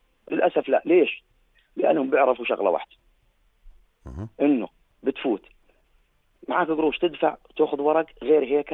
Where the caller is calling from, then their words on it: Jordan; انا كمواطن اردني